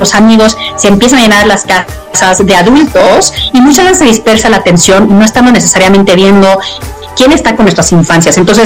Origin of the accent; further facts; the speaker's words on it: Mexico; viene una temporada que nos emociona como mexicanos, como ciudadanos del mundo.